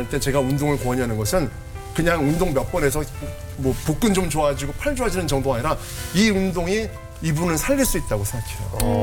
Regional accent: Seoul, South Korea; 제가 자란 곳이 태어난 곳이 청량리예요.

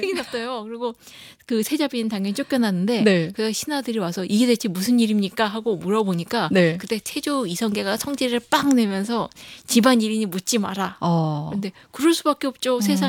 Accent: South Korea; 근데 그 지금 우리나라 한국 사람으로서는 네. 이해가 안 가죠. 마늘 없이는 살 수 없는데.

